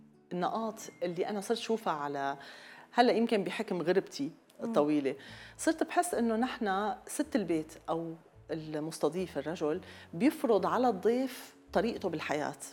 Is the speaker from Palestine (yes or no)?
no; Syria; أسلوب حديثنا كسوريين. نحن مننطلق كتير، منحكي بصوت عالي